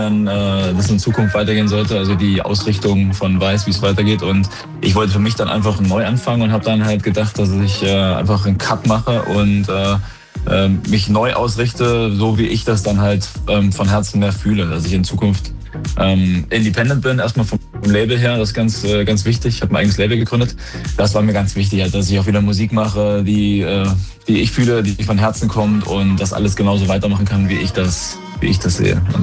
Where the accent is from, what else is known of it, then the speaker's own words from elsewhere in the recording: Kühlstedt, Thuringia, Germany; Ich bin aufgewachsen in Kühlstedt, das ist so ein kleines Dorf im Eichsfeld.